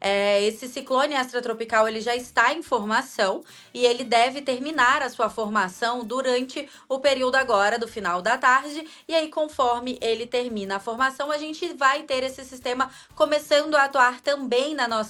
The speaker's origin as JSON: {"language": "Portuguese", "region": "Espírito Santo", "country": "Brazil", "tie": "born or raised there", "said": "Sou natural do Espírito Santo."}